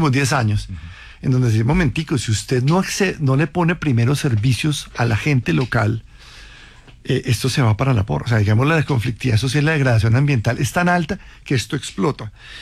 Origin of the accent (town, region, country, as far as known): Colombia